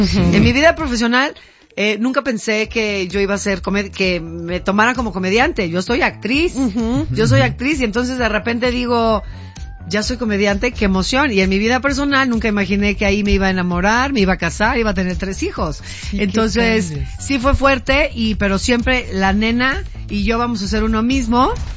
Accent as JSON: {"language": "Spanish", "country": "Mexico", "said": "Y así somos los mexicanos."}